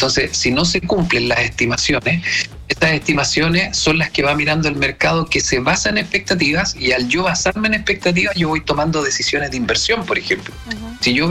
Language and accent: Spanish; Chile